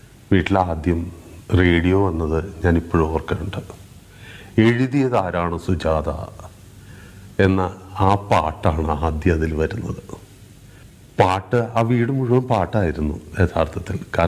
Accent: Kochi, Kerala, India; ഞാൻ ജനിച്ചു വളർന്ന കലൂര്, ഞാൻ ജനിക്കുന്ന കാലത്ത് ഏകദേശം ഒരു ഗ്രാമപ്രദേശം തന്നെയായിരുന്നു.

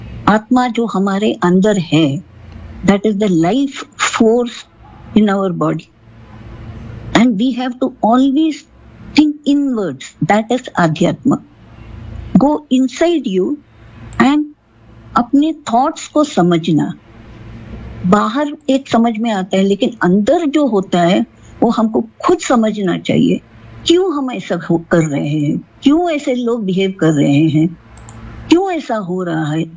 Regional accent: Pune, Maharashtra, India; moved away as an adult; also born or lived in Mumbai; now in Bengaluru, India; मेरा जन्म पुणे में हुआ, education living everything was in Pune, got married and settled in Mumbai for 20 years. उसके बाद पति के जॉब के वजह से we all of us shifted to Bengaluru.

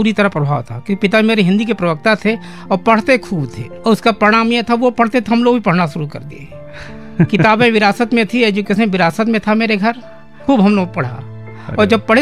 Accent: Gonda, Uttar Pradesh, India; moved away as an adult; now in Gorakhpur, India; मेरा बचपन का जीवन गोंडा आवाज में बीता है, मैं यहीं का विद्यार्थी रहा, बाल्यकाल से लेके और पढ़ाई तक यहीं रहा मैं।

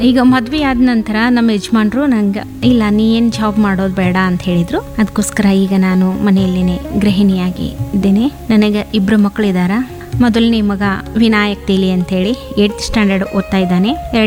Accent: Jamkhandi, Karnataka, India; ನಾನು ಗೃಹಿಣಿ. ನನ್ನ ಶಿಕ್ಷಣ BA/BEd MA ಆಗಿದೆ. ನಾ ಹುಟ್ಟಿ ಬೆಳೆದಿದ್ದು ಜಮಖಂಡಿಯಲ್ಲಿ, ಅಂದರೆ ನಮ್ಮ ತಾಯಿಯ ಅಣ್ಣನಾದ ಸಿದ್ದರಾಮ್ ಜಂಬಿಗಿಯವರ ಮನೆಯಲ್ಲಿನೇ ನಾ ಹುಟ್ಟಿ ಬೆಳೆದಿದ್ದು.

